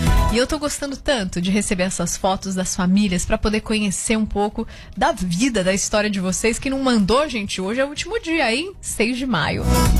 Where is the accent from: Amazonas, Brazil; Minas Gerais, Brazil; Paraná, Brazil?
Minas Gerais, Brazil; Eu, como mineiro, sinto um trem aqui no coração.